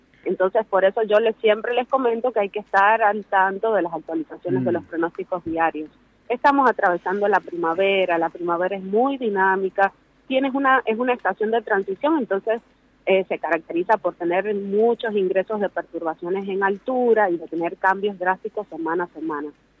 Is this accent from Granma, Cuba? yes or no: yes; Granma, Cuba; now in Argentina; en Manzanillo, que es uno de los pueblos más importantes de mi provincia